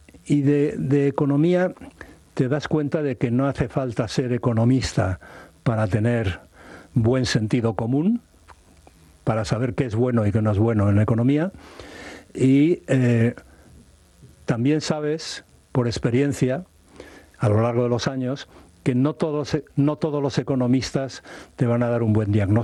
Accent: Basque Country, Spain

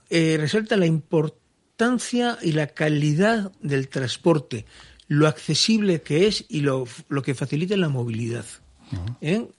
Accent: Barakaldo, Basque Country, Spain; con perdón, yo no, porque soy de Baracaldo, pero somos de Bilbao.

